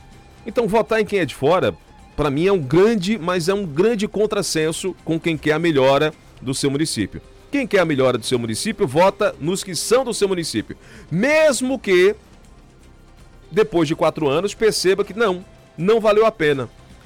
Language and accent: Portuguese; Arcoverde, Pernambuco, Brazil; Não, vou botar mais perto, eu sou de Arco Verde.